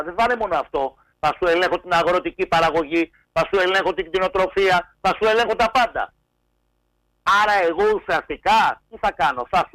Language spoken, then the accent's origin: Greek; Oktonia, Central Greece, Greece; Εγώ κατάγομαι από την Οκτωνιά. Πήγαινε σήμερα να δεις την Οκτωνιά. Ένα καφενείο και τέσσερα σπίτια. Αυτό που κάποτε ήταν κεφαλοχώρι.